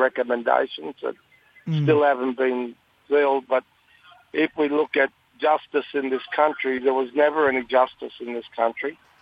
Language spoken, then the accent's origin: English; Tullamulla, Queensland, Australia